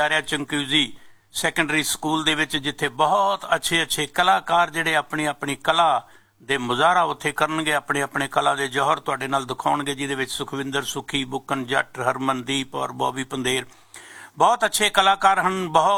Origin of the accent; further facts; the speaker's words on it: Punjab, India; moved away as an adult; now in Canada; ਪੰਜਾਬ ਦੇ ਵਿੱਚ ਸਾਡਾ ਬਚਪਨ ਬੀਤਿਆ ਹੈ, ਪੰਜਾਬ ਦੇ ਵਿੱਚ ਸਾਡੀ ਜਵਾਨੀ ਬੀਤੀ ਹੈ, ਪੰਜਾਬ ਸਾਡਾ ਕਰਮ ਭੂਮੀ ਰਹੀ ਹੈ, ਅਸੀਂ ਆਪਣੀ ਕਰਮ ਭੂਮੀ ਦੇ ਵਿੱਚ ਆਪਣੇ ਆਪਣੇ ਕਰਮ ਤੋਂ ਫ੍ਰੀ ਹੋ ਕੇ ਕੈਨੇਡਾ ਦੇ ਵਿੱਚ ਆ ਕੇ ਵਸੇ ਹਾਂ